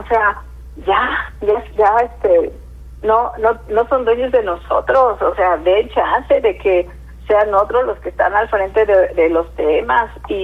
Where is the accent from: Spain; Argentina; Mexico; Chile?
Mexico; also born or lived in Mexico City; El cariño por mi tierra, estar en mi pueblo, caminar mi estado